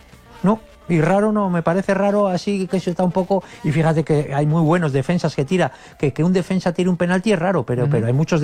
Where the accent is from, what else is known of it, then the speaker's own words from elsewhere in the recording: Leganés, Community of Madrid, Spain; Yo como soy de Leganés